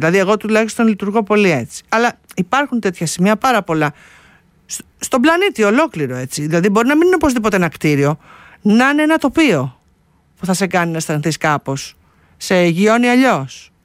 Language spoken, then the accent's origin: Greek; Athens, Attica, Greece; Εγώ που δεν είμαι από πουθενά, είμαι από την Αθήνα